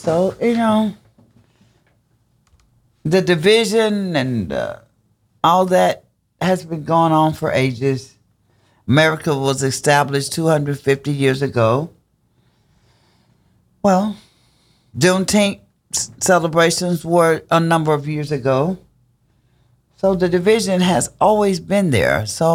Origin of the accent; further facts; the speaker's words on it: United States; I am a American.